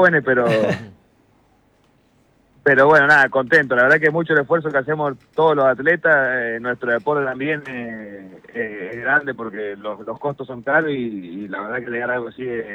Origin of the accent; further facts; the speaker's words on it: Mendoza, Argentina; now in Buenos Aires, Argentina; yo de chiquito, bueno, ahí en Mendoza, después tuve que tomar la decisión de irme a Buenos Aires, a radicarme para poder estar un poco en el alto nivel. Sí, nosotros de Mendoza siempre